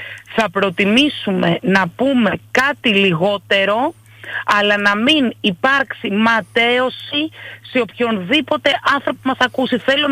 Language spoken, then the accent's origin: Greek; Peloponnese, Greece; Ξέρετε, εγώ είμαι από τη Μεσσηνία.